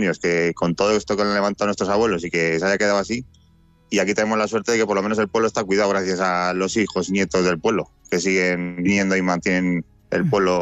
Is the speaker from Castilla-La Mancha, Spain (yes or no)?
yes; Iriepal, Castilla-La Mancha, Spain; yo soy de un pueblecito de Guadalajara que se llama Iriepal, que está al lado de Guadalajara. Y ahí es donde me he criado realmente